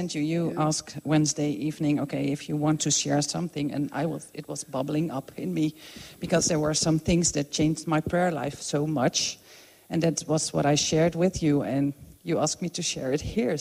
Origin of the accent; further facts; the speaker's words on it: Netherlands; Swedish is a second language; Jag är från Nederländerna.